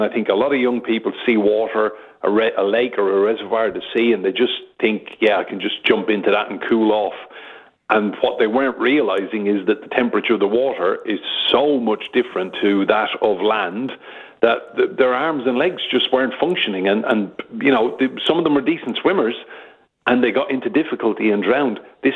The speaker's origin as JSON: {"language": "English", "country": "Ireland", "tie": "born or raised there", "said": "I don't ever remember heat like this when I was a kid in the 80s growing up in Ireland."}